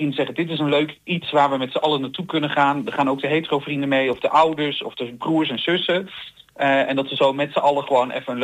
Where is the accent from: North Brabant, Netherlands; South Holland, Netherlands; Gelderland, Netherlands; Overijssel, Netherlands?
Gelderland, Netherlands; Elburg; now in Amsterdam, Netherlands; Ik woon zelf inmiddels in Amsterdam, maar ik ben geboren en getogen in Elburg, vlakbij Apeldoorn.